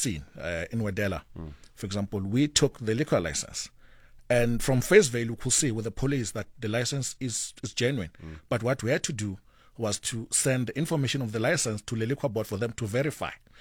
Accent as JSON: {"language": "English", "country": "South Africa", "moved": "yes", "lives_now": "Gauteng, South Africa", "said": "I'm actually from Tulamashi, born of a factory worker, and my mother is a street vendor. I just happened to be in Gauteng, and my English just got to be polished a bit"}